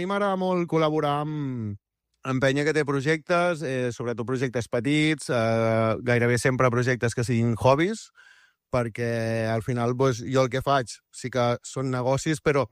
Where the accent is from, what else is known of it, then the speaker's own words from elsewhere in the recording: Arenys de Mar, Catalonia, Spain; Arenys de Mar, sempre. Capital de l'Almaresma.